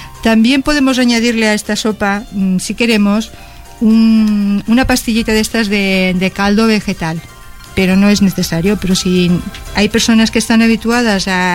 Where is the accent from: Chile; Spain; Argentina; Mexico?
Spain; Andalusia; moved away; soy andaluza